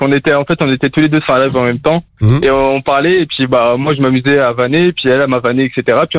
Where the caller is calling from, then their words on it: Paris, Île-de-France, France; moi j'habite en Paris.